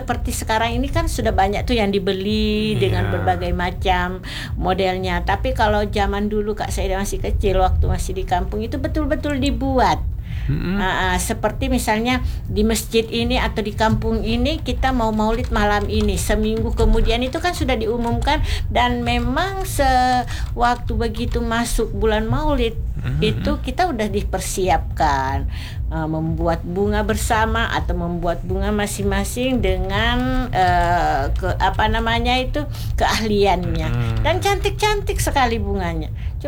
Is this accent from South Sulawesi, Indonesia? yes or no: yes; South Sulawesi, Indonesia; Adapun beberapa saya lihat itu kebiasaan orang kita Bugis tradisinya